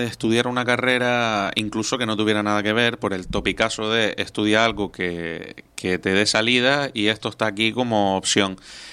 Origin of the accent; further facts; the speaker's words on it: Telde, Canary Islands, Spain; en Telde, de donde soy